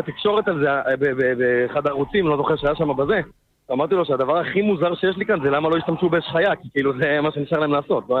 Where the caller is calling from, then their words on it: Beit Shemesh, Jerusalem District, Israel; אני מגיע מבית שמש.